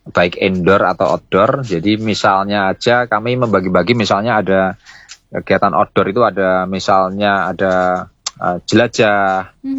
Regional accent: Magelang, Central Java, Indonesia; kita itu orang Magelang, orang Indonesia

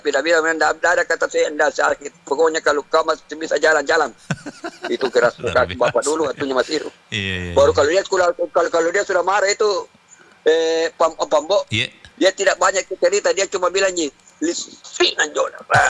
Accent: Makassar, South Sulawesi, Indonesia; Saya asli Bugis, maka saya asli Makassar.

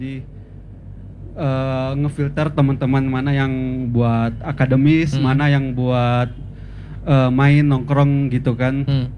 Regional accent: Jambi, Indonesia; moved away as an adult; now in Bandung, Indonesia; Kalau saya tuh asalnya dari Jambi. Terus kalau ke Bandung sebenarnya nggak pertama kali sih, soalnya saya ada keturunan dari apa, ayah asli Bandung.

